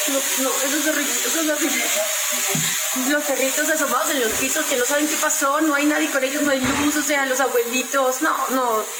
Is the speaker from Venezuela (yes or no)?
yes; Venezuela; La verdad es que tenemos un pueblo maravilloso, pero esto nos sirve para unirnos como venezolanos